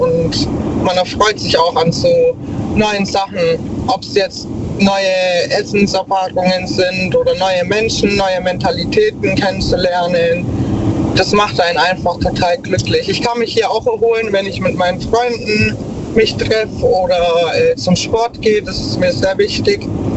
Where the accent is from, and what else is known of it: Ulm, Baden-Württemberg, Germany; born or raised there